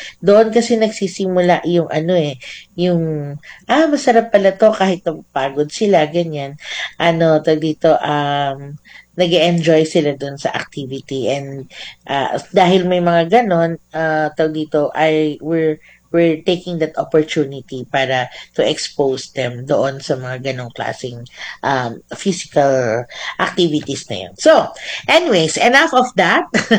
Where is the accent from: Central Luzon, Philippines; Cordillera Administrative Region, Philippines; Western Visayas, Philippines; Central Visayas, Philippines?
Cordillera Administrative Region, Philippines; Kiangan; na bumalik, no, sa probinsya ko where I came from Kiangan, Ifugao.